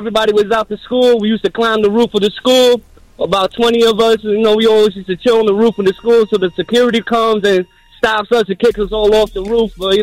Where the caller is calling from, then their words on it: Long Island, New York, United States; I'm from Long Island right now.